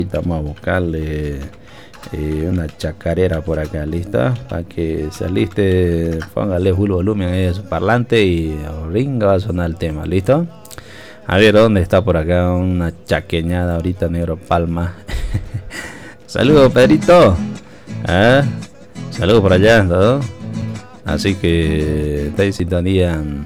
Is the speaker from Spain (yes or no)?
no; Bolivia